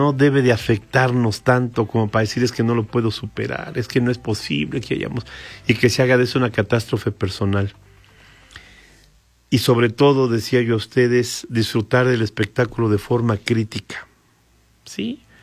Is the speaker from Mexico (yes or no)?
yes; Mexico